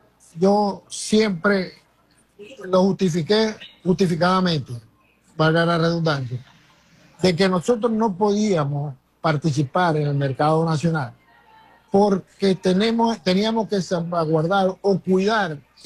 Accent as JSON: {"language": "Spanish", "country": "Venezuela", "said": "todos somos venezolanos"}